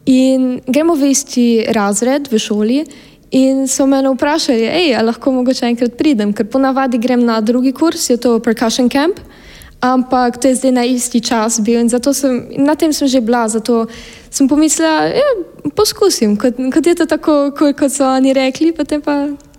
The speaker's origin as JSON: {"language": "Slovenian", "town": "Klagenfurt", "region": "Carinthia", "country": "Austria", "also_born_or_lived": "Ljubljana, Slovenia", "said": "Jaz sem iz Klagenfurt na Koroškem v Avstriji."}